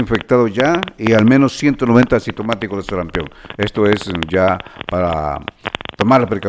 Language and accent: Spanish; Honduras; de nosotros mismos como hondureños.